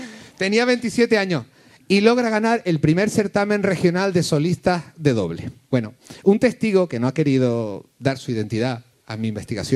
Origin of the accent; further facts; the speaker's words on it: Canary Islands, Spain; esto me lleva a pensar en algo que nosotros y nosotras como canarios lo sentimos.